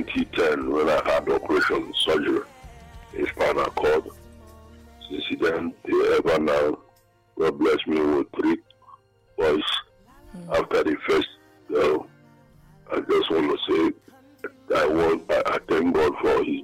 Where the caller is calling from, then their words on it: Enugu State, Nigeria; I'm from Enugu State to the local government pleasure of Yama Town.